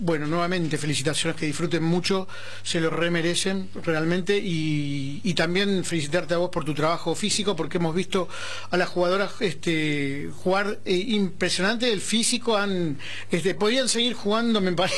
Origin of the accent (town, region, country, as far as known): Argentina